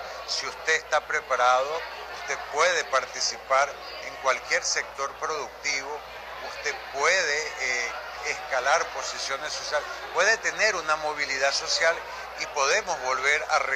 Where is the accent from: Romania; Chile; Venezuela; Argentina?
Venezuela; que entendamos que todos somos venezolanos.